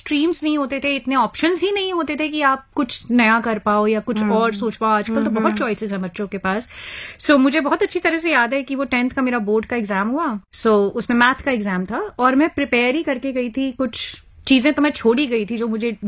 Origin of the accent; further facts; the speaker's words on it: Delhi, India; मैं दिल्ली में ही पली बड़ी, सरोजनी नगर में ही पैदा हुई, आंख खुली, मेरी शादी भी वहीं से हुई